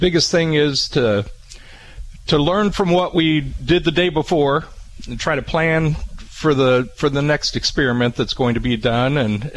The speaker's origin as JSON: {"language": "English", "town": "Dawson", "region": "Illinois", "country": "United States", "tie": "born or raised there", "said": "So, I'm originally from here. Okay. From Springfield area. So, I grew up in Dawson, Mechanicsburg area."}